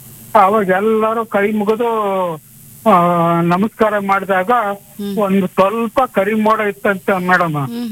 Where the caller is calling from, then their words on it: Davanagere district, Karnataka, India; ನಾವು ದಾವಣಗೆರೆ ಜಿಲ್ಲೆ ತಣೀರಿ ತಾಲೂಕು, ಉಡುಗಿರಿ ಕ್ಷೇತ್ರ ಅಂತ ಇದೆ ಮೇಡಮ್ ನಮ್ಮೂರು.